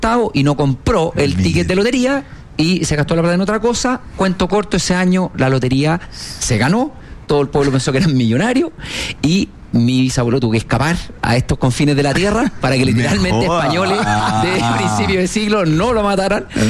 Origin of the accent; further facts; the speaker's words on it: Chile; como la gran mayoría de los chilenos, una parte importante, somos descendientes españoles